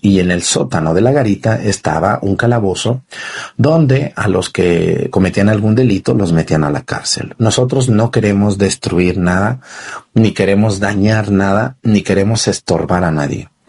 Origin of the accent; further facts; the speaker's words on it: Mexticacán, Jalisco, Mexico; lo llevaron a Mesticacán, a mi pueblo.